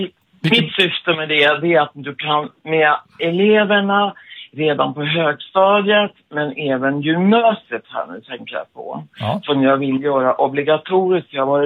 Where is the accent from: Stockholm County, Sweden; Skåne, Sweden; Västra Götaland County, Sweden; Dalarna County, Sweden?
Stockholm County, Sweden; Stockholm; born there; för jag är född i Stockholm och gått.